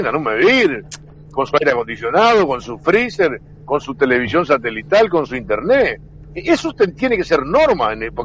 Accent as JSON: {"language": "Spanish", "country": "Uruguay", "said": "mira que yo soy uruguayo como cualquiera."}